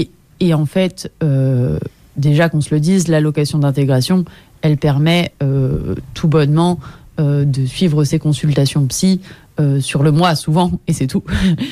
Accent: France; now in Belgium; moi je suis pas de Belgique à la base, donc j'ai aussi le prisme français et du coup je regarde ce qui se passe des deux côtés

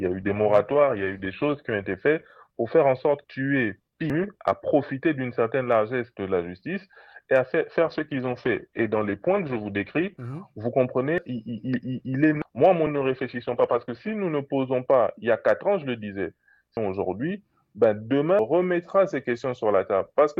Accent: DR Congo; Pour moi, en tant que Congolais, je ne peux pas dire au peuple que ceux qui sont là continuent ou continuent pas.

